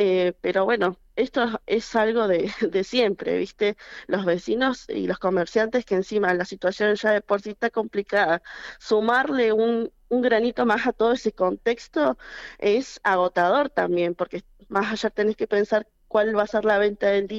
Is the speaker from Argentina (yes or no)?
yes; Caleta Olivia, Santa Cruz, Argentina; No, la verdad, y más para uno que es de acá y vive acá y te preguntan, o vas a tal lado, ¿de dónde sos de Caleta?